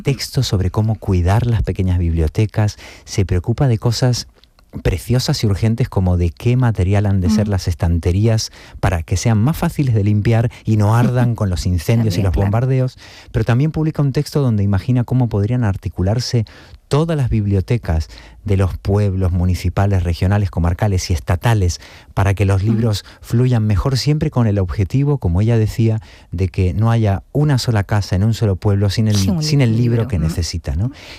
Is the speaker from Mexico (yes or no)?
no; Buenos Aires, Argentina; que se fuga a Buenos Aires, que casualmente es mi ciudad natal.